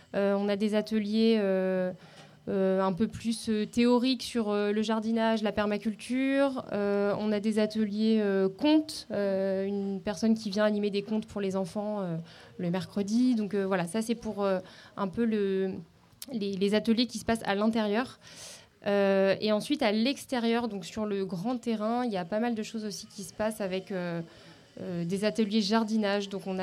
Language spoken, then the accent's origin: French; Le Havre, Normandy, France; Nous-mêmes, on est du Havre à la base et on s'est retrouvés là.